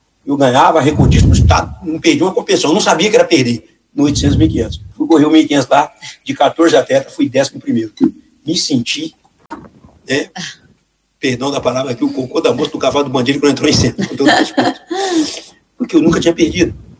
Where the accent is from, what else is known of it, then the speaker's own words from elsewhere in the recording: Três Lagoas, Mato Grosso do Sul, Brazil; moved away as an adult; also born or lived in United States; eu saí de Três Lagoas.